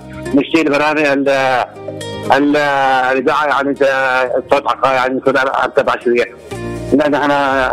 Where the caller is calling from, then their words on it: Yemen; جماعة من يافع